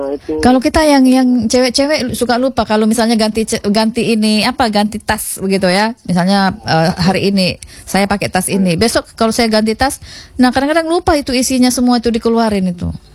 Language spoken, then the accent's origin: Indonesian; Soe, East Nusa Tenggara, Indonesia; Kami orang Soe.